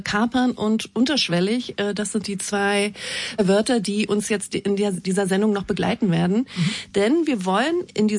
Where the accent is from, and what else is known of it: East Germany, Germany